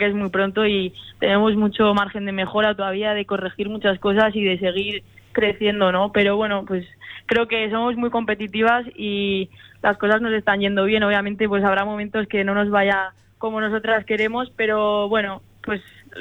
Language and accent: Spanish; Calahorra, La Rioja, Spain; moved away as an adult; also born or lived in Barcelona; now in Navarre, Spain; a mí Logroño, ¿no?, que es de mi tierra